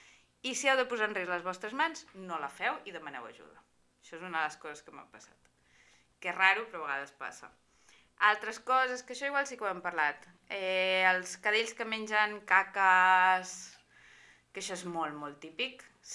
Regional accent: Ripoll, Catalonia, Spain; moved away; Jo que sóc de Ripoll

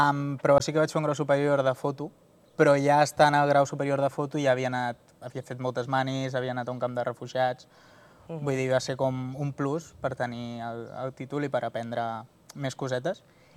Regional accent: Argentona, Catalonia, Spain; no som d'Argentona, quasi.

